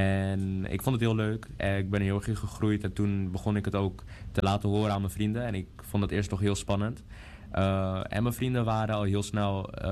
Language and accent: Dutch; North Holland, Netherlands; Ik kom uit Noord-Holland, dus ik speelde dan tegen de mensen uit Noord-Holland.